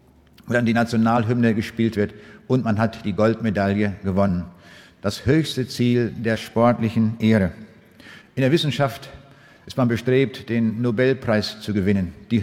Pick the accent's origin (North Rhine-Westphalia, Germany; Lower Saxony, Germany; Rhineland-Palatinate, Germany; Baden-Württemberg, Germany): Lower Saxony, Germany; Braunschweig; Ich komme aus der Stadt Braunschweig